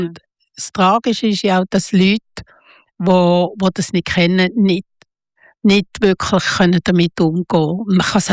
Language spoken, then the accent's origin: German; Basel, Basel-Stadt, Switzerland; Das ist so Jugendhauszeit gewesen und ich bin in Basel aufgewachsen, oder?